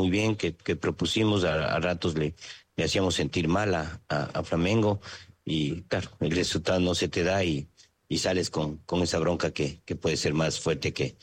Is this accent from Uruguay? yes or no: no; Ecuador; como ecuatoriano y como gente de fútbol